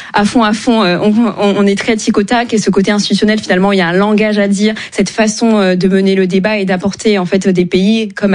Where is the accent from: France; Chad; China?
Chad; Je suis tchadienne, bien sûr. Mais je n'ai pas la science infuse sur tous les territoires du Tchad